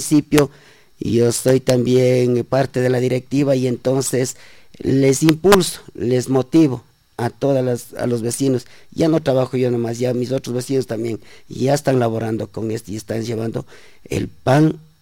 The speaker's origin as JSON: {"language": "Spanish", "town": "Latacunga", "region": "Cotopaxi", "country": "Ecuador", "tie": "born or raised there", "said": "como la tacungueños, somos nativos, somos parte de la Tacunga, y yo a la Tacunga le amo, le estimo, porque soy de aquí"}